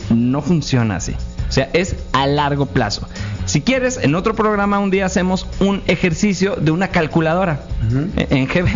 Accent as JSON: {"language": "Spanish", "country": "Mexico", "said": "Tenemos rasgos de sudafricanos que luego les platico en la familia, pero sí somos mexicanos."}